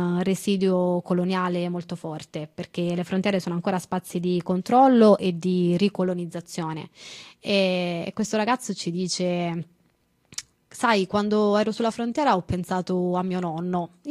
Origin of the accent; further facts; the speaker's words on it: Calabria, Italy; born there; now in Prato, Italy; io oggi sono a Firenze, ma abito a Prato, ma sono nata in Calabria